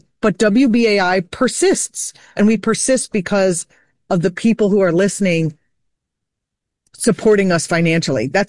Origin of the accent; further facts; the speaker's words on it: United States; As an American